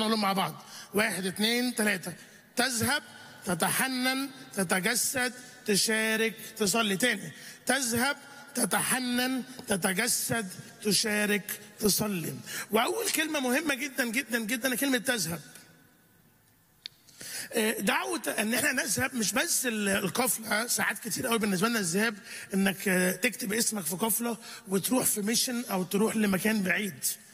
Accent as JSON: {"language": "Arabic", "country": "Egypt", "said": "حاسس دول عندنا في مصر هم دول بس اللي موجودين."}